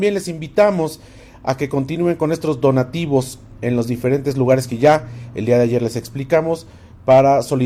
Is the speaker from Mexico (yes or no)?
yes; Mexico; apelamos a la solidaridad de todos y cada uno de nosotros como mexicanos en estos tiempos tan complicados